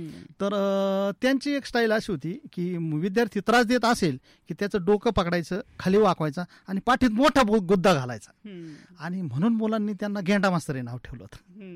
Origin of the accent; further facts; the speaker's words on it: Ahmednagar, Maharashtra, India; तर मी आहे मूळचा सावडीचा, आणि नदीच्या वरती बोलेगावला आमची जमीन होती, त्याच्यामुळे रेडिओ नगर जशी शिना नदीच्या कडेला आहे का, तसा मी शिना नदीच्या कडेचाच आहे।